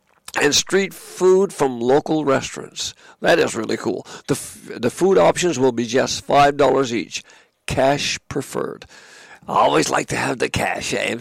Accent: Woody Point, Newfoundland and Labrador, Canada; a special hello across the beautiful Bombay, across Bombay over to my hometown of Woody Point.

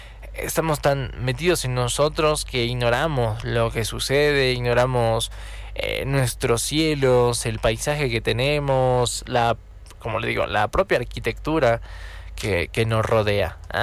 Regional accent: La Paz, Bolivia; Eso es propio de un paseño. Me animo a decirlo. El que busquemos el regate, el que regateemos, el que querramos bajar los precios.

